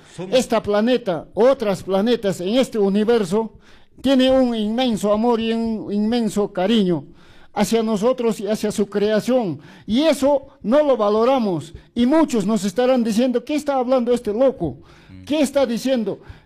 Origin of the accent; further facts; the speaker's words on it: Santo Tomás, Cusco, Peru; Somos hermanos de Chumbivilcas, de Santo Tomás.